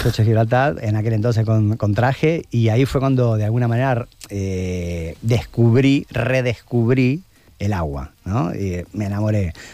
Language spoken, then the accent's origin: Spanish; Argentina; Claro, emocionalmente para mí, que siendo argentino, es muy fuerte, ¿no?